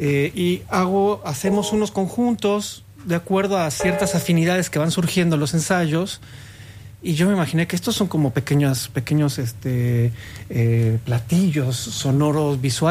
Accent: Uruguay; accent: Uruguayan; Yo lo he intentado, pero me dicen que son muy truchos y hablo como uruguayo, entonces ya mejor no lo intento.

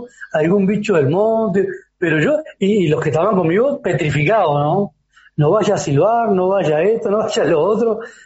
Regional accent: Uruguay; now in Paraguay

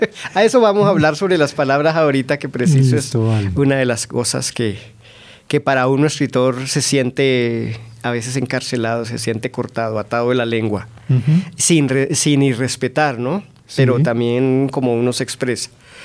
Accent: Siachoque, Boyacá, Colombia; born or raised there

